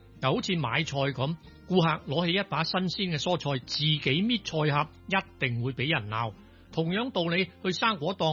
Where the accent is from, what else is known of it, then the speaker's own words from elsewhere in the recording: Hong Kong; 仲记得细个喺香港嘅时候呢，嗰陣时当然冇超级市场啦